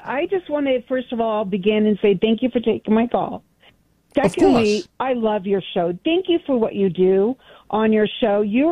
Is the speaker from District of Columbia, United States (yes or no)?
no; California, United States; moved away as an adult; I was born and raised in California. I left there before all the mess happened. I saw what was coming, and took my family and I, and we just decided to get out, and thank God we did.